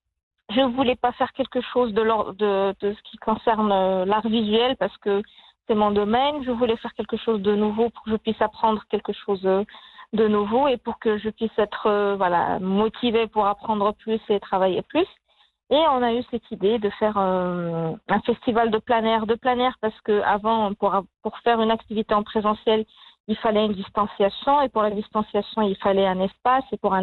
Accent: Marrakesh, Marrakesh-Safi, Morocco; Et je suis de Marrakech, j'adore Marrakech

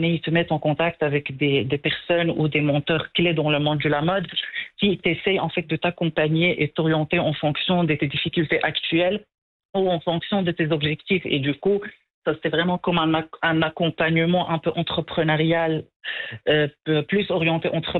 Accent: Morocco; comment on évolue dans un monde qui est digitalisé et comment on est ancré entre tradition, modernité et aus

